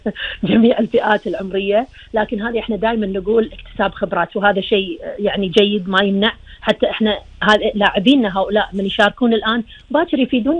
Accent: Kuwait; لديرتنا الكويت

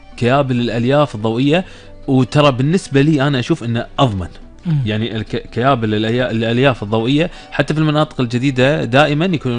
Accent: Kuwait; احنا عندنا في الكويت

